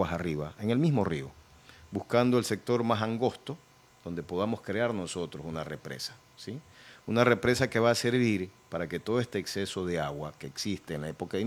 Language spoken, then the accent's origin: Spanish; El Oro, Ecuador; nuestra provincia El Oro, tiene algo singular, ¿ya? Porque tenemos ahí un tema de diversos pisos climáticos